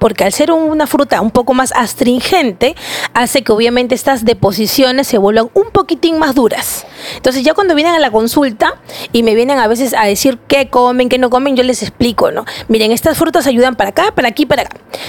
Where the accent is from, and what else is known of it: Peru